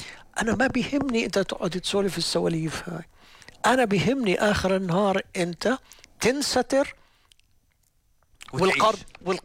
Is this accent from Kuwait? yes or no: no; Jordan; تبعنا في الأردن